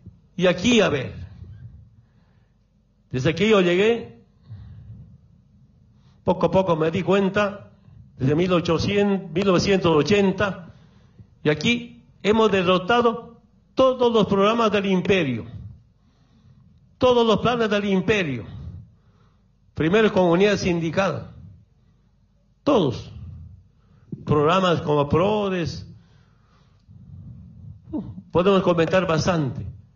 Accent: Orinoco, Oruro, Bolivia; Cuando era niño, en Orinoco

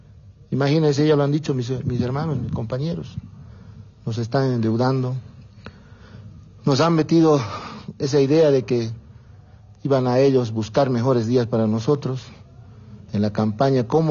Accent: La Paz, Bolivia; now in Cochabamba, Bolivia; Yo también vengo de estos lugares, vivo en Cochabamba

